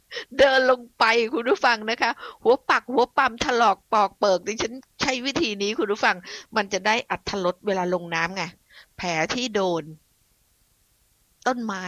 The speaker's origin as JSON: {"language": "Thai", "region": "Phuket", "country": "Thailand", "tie": "born or raised there", "said": "บ้านดิฉันเองจังหวัดภูเก็ตดิฉันเนี่ยเป็นคนบ้านนอกเนาะอยู่นอกนะนอกแผ่นดินนะดิฉันมาจากเกาะคุณผู้ฟัง"}